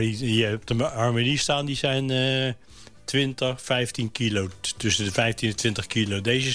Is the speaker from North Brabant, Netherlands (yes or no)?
no; The Hague, South Holland, Netherlands; also born or lived in Scheveningen; ik kom uit Laankwartier vandaan. Toen zijn we naar Spoorwijk gegaan.